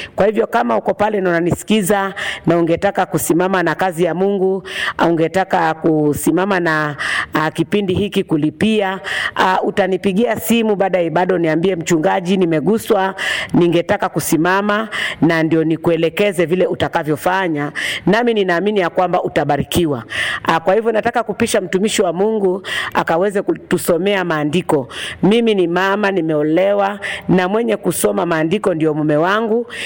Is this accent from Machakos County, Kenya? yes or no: yes; Katoloni, Machakos County, Kenya; natoka Machakos County, mahali kunaitwa Katoloni 240.